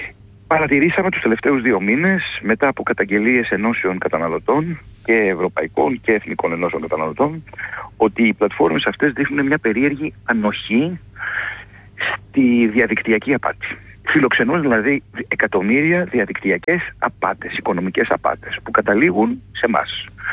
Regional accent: Kefalonia, Ionian Islands, Greece; θα αναχωρήσω από την ιδιαίτερη πατρίδα μου

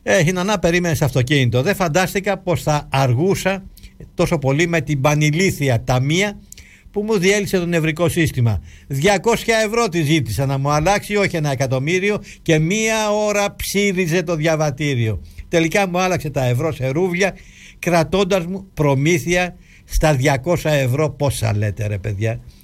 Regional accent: Greece; Τους είπα ότι είμαστε Ορθόδοξοι και Έλληνες

